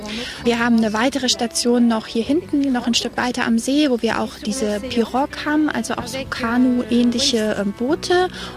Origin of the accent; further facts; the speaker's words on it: Belgium; Ich bin ursprünglich aus Belgien und wegen der Liebe hierher gekommen, weil mein Mann liebt einfach den Ozean und er liebt die Wellen